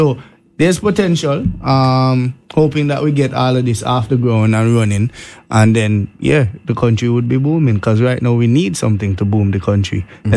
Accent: Antigua & Barbuda; but I grew up in Antigua, right opposite Janai Racetrack.

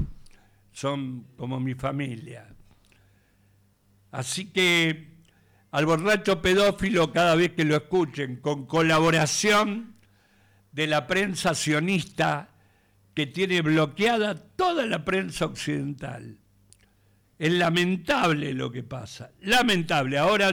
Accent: Laferrere, Buenos Aires Province, Argentina; Yo soy un negro de la Ferrera

